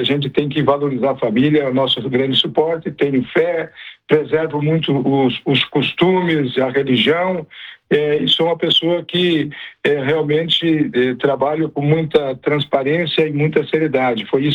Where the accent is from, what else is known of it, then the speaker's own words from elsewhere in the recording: Bom Jesus, Rio Grande do Sul, Brazil; born there; also born or lived in São Leopoldo; now in São José dos Ausentes, Brazil; eu sou nascido lá em Bom Jesus, né, nos Aparados da Serra. Com 18 anos eu fui para São Leopoldo